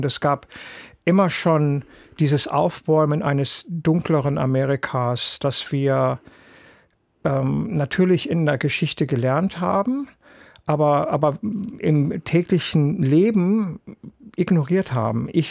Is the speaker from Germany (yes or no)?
yes; Germany; moved away as an adult; also born or lived in New York, United States; now in Hamburg, Germany; wir als Deutsche